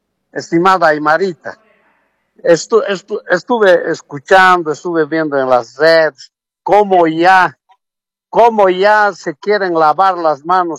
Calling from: Cochabamba, Bolivia; Estoy llamando de Cochabamba.

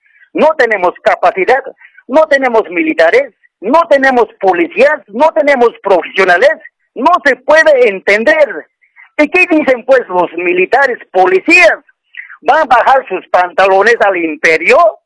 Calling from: Cochabamba, Bolivia; de aquí de Cochabamba

